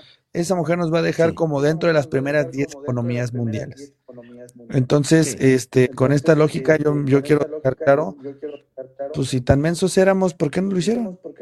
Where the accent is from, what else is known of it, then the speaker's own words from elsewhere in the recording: State of Mexico, Mexico; No, ves pues que me censuras, yo soy del Estado de México.